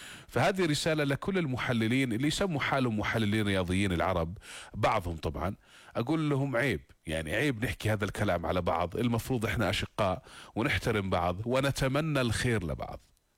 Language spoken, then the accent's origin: Arabic; Jordan; إذا بدحكي عنا كأردنيين